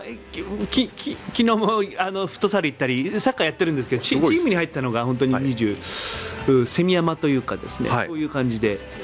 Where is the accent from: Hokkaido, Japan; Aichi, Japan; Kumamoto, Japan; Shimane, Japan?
Hokkaido, Japan; Sapporo; 札幌です。札幌生まれ、ハッサムですね